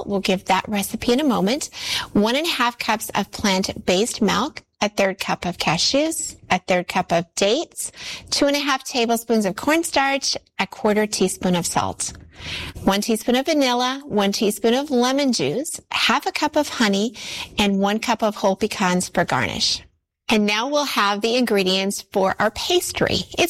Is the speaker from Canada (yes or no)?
yes; Canada; moved away; It actually comes from my home country of Canada.